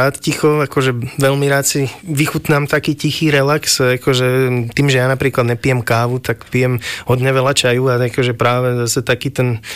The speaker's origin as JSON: {"language": "Slovak", "town": "Martin", "region": "Žilina Region", "country": "Slovakia", "tie": "born or raised there", "said": "som vyrastal v Martine"}